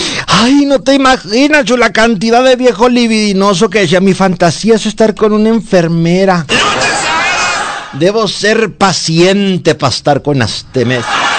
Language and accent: Spanish; Mexico; Soy pura mexicana, nacida en esta tierra, que es mi linda nación.